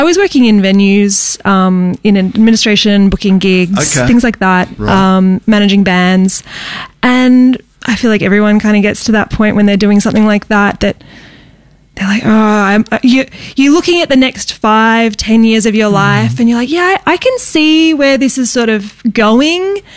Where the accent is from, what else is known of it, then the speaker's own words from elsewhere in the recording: Perth, Western Australia, Australia; now in Melbourne, Australia; Yeah, I moved over from Perth in 2017. So I've been in Melbourne for, almost 10 years now.